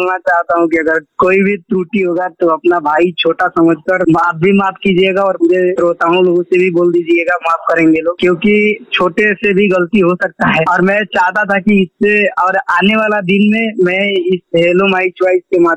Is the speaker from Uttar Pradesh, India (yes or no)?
no; Bihar, India; जैसे हम लोग बिहार के रहने वाले हैं तो जानबे करते हैं कि वो लोग का बिहार का लोग थोड़ा लोग अलग ही चीज समझते हैं लोग।